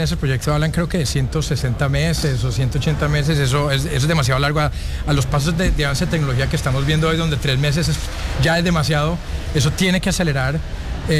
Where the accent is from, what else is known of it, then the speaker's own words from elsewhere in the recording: Colombia; yo soy colombiano, entonces mi corazón está en Colombia